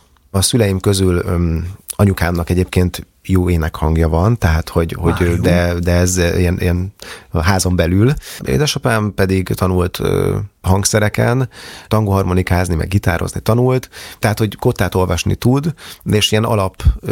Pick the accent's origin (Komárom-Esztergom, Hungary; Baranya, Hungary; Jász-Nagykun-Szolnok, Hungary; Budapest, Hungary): Budapest, Hungary; born or raised there